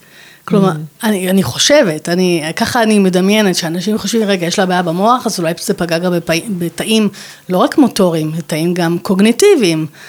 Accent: Hadera, Haifa District, Israel

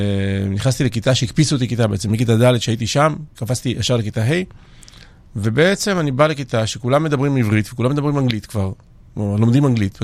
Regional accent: Georgia; now in Israel; טוב, אז בתור ילד בגיאורגיה, לפני שעליתי לארץ, הייתי תלמיד מצטיין.

